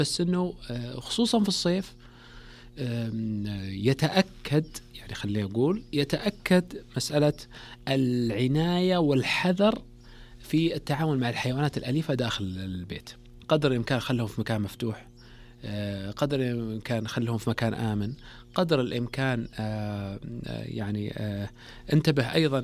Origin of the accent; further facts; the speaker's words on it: Saudi Arabia; مو مثل والله مستوى مثلا دول الخليج او عندنا في السعوديه الحمد لله